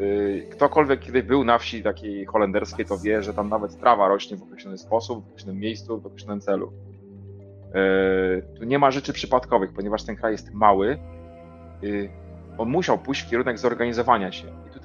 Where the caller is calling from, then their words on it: Netherlands; ja obecnie mieszkam w Holandii